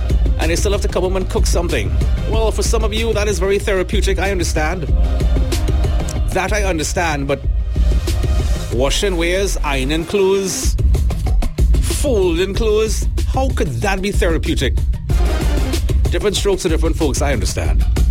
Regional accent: Barataria, Trinidad & Tobago; born there; I grew up on Chinfat Bakery in Barataria, 6th Avenue, Eastern Main Road.

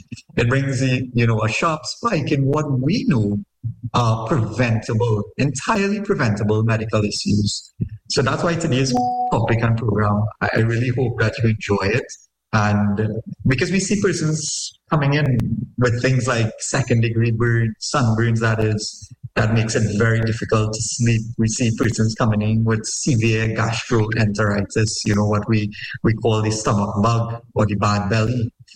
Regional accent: Trinidad & Tobago; I really focused on looking at things that affect us as a Trinidadian population.

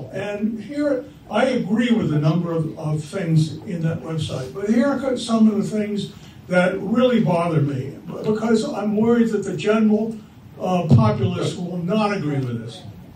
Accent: Putney, Vermont, United States; I'm from Putney, Vermont.

